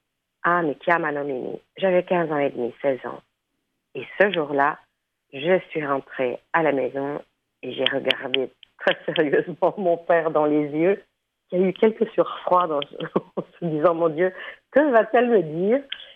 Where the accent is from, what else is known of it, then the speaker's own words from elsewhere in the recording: Brussels, Brussels-Capital Region, Belgium; moved away as an adult; now in Thessaloniki, Greece; moi, je suis bruxelloise. Je suis née et j'ai grandi et j'ai vécu à Bruxelles jusqu'à mes quoi, 23-24. Et je suis la troisième génération à Bruxelles. C'est la mère de ma mère qui y est allée.